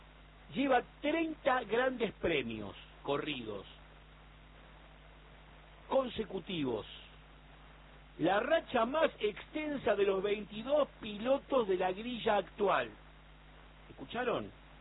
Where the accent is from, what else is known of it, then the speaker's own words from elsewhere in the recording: Argentina; Y así somos los argentinos, ¿eh?